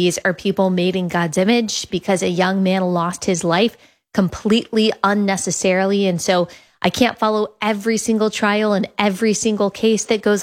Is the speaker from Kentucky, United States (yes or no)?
no; Dallas, Texas, United States; born and raised in Dallas, Texas, this occurred just minutes away from where I grew up